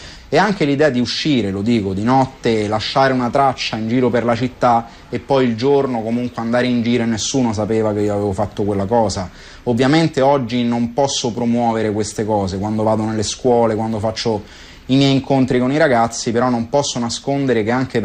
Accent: Rome, Lazio, Italy; Io sono nato a Roma, sono cresciuto a Roma.

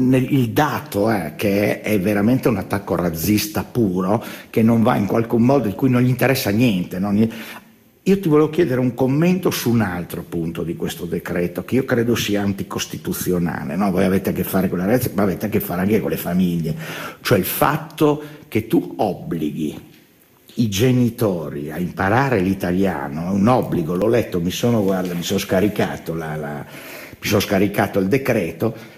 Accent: Friuli-Venezia Giulia, Italy; sindaca di Monfalcone delle mie parti

